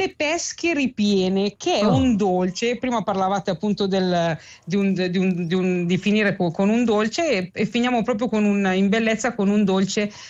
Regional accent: Tuscany, Italy; io Toscana, amo la tradizione

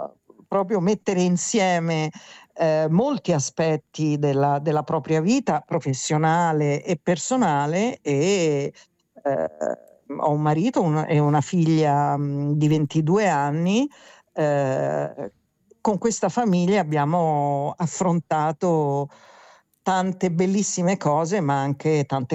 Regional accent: Rome, Lazio, Italy; moved away as an adult; io sono di Roma

